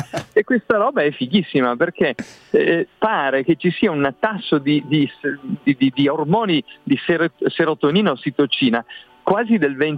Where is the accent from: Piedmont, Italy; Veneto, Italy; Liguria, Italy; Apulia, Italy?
Piedmont, Italy; perché quando mi aspettano, preparano i ristori, che sono dei pranzi di nozze per me che sono piemontese, no?